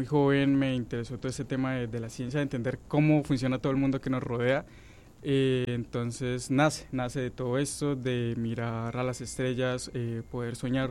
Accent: Puerto Gaitán, Meta, Colombia; Yo salí de Puerto Gaitán Meta.

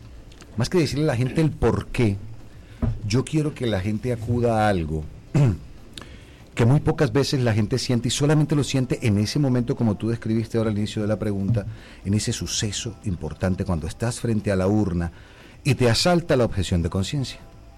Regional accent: Barranquilla, Atlántico, Colombia; Yo vengo de la pobreza extrema. Yo nací en un barrio de Barranquilla que se llama el barrio San Roque.

